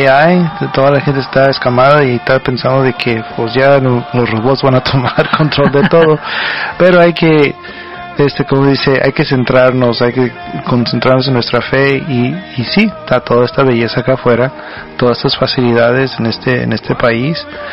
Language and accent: Spanish; San Fernando Valley, California, United States; now in Sacramento, United States; Yo me he enamorado aquí de Sacramento, y originalmente vengo del Valle de San Fernando.